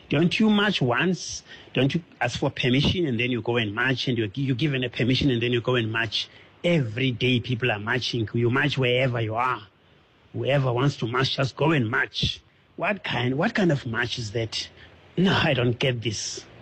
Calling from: Midrand, Gauteng, South Africa; I'm calling from Midrand.

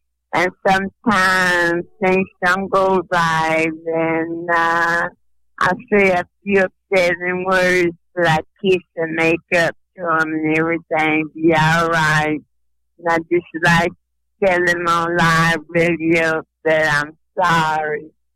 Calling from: Alabama, United States; I'm calling from Alabama.

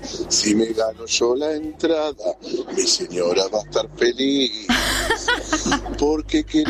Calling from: Hurlingham, Buenos Aires Province, Argentina; soy de Hurlingham.

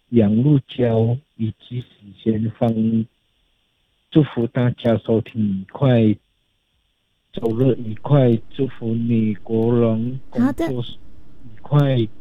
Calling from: Johor Bahru, Johor, Malaysia; 我是新山的

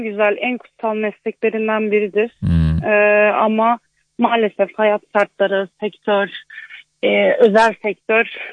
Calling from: Ankara, Turkey; Ankara'dan arıyorum. Sisli puslu Ankara'dan.

